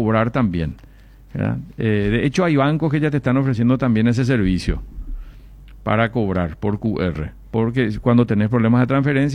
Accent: Paraguay; A mí como paraguayo me llama la atención y preocupa el avance de estadio para el Mundial.

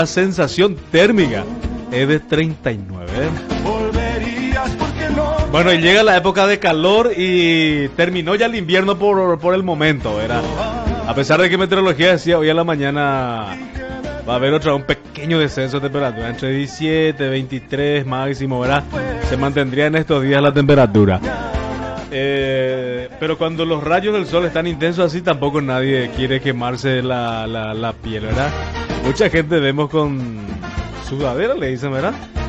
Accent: Paraguay; Como buen paraguayo, como raza

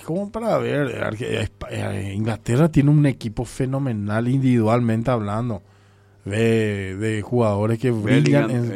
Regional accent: Paraguay; Así somos nosotros los paraguayos.

